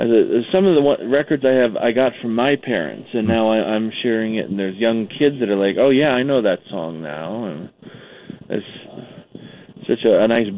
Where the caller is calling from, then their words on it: Youngstown, Ohio, United States; I'm a DJ in Youngstown